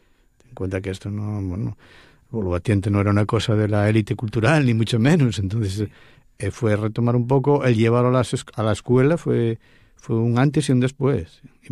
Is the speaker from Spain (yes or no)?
yes; Villafría, Asturias, Spain; yo soy de Pravia, nací en un pueblo de Pravia, en Villafría, y en mi casa había chigre, y al lado del chigre estaba la bolera, claro.